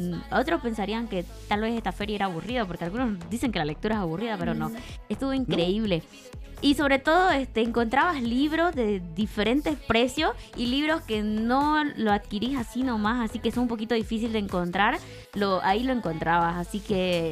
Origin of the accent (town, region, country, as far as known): Bolivia